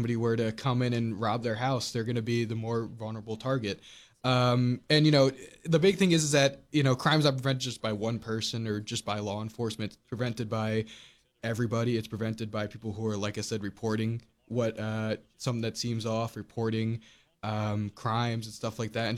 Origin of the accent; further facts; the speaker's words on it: Long Island, New York, United States; And I'm from originally from Long Island, New York, just outside of New York City, and we usually go through New York City a lot.